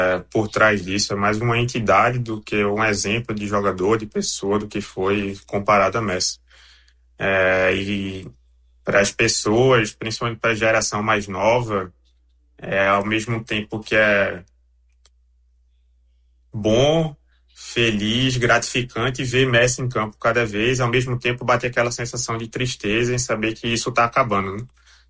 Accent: Brazil; now in Argentina; Eu sou brasileiro até o Brasil sair da Copa, depois disso eu torço para a Argentina. Mas por morar aqui

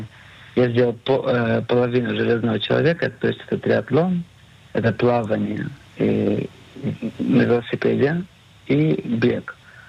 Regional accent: Mariupol, Donetsk Oblast, Ukraine; also born or lived in Maalot, Israel; now in Israel; я репатриант, и она тоже репатриантка. Я из Мариуполя

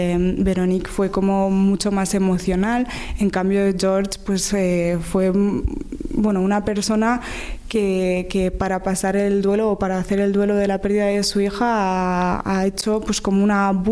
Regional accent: Catalonia, Spain; yo tampoco soy de aquí, soy catalana

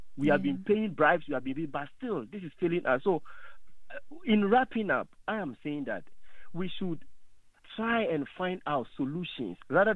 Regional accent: Ghana; moved away as an adult; now in Nelspruit, South Africa; And I'm originally from Ghana.

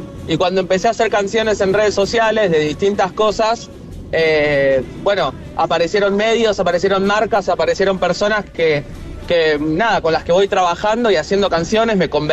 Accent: Villa Gobernador Gálvez, Santa Fe, Argentina; now in Buenos Aires, Argentina; Yo no soy rosarino, gracias también por el espacio para decirlo, porque la gente, claro, dice, ah, sos de Central, sos de Rosario. Y no, soy como un caso medio extraño. Vivo en Buenos Aires, tengo familia en Villa Gobernador Gálvez, que compartí muchísimos años de mi infancia

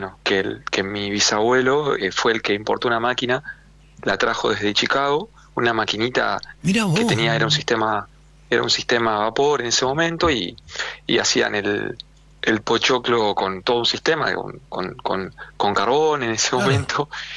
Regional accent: Rosario, Santa Fe, Argentina; nos criamos en Rosario, vivimos Rosario

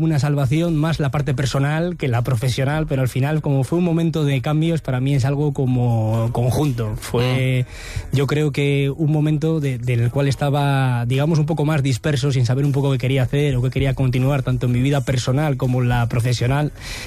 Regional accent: Palencia, Castile and León, Spain; Yo soy de San Juanillo, toda la vida he vivido allí hasta que me fui a estudiar fuera de Palencia a la universidad. Estudié en el Sofía Tartilán, tanto infantil como primaria. Luego estudié la ESO en el Victorio Macho, después bachillerato en la Tejera

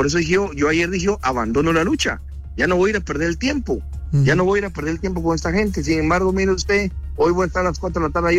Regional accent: Guatemala; todo lo que todos los guatemaltecos consumen lo consumo yo, no compro cosas extraordinarias, soy un guatemalteco común y corriente.

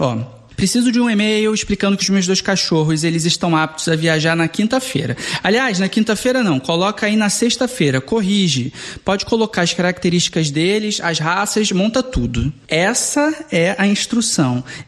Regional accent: Rio de Janeiro, Brazil; Cara, eu como carioca quero dizer primeiro que me senti representado

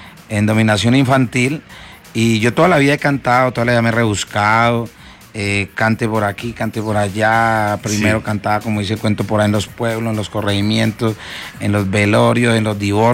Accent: Tello, Huila, Colombia; Me gusta mucho el café porque yo vengo del departamento del Huila, uno de los departamentos más cafeteros también hoy en día en Colombia.

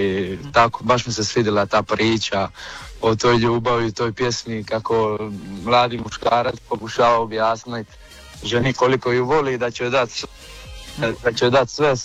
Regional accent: Split-Dalmatia County, Croatia; mladi glazbenik koji živi za glazbu. Zapravo nisam točno iz Splita, nego zapravo sam rodom sa Brača.

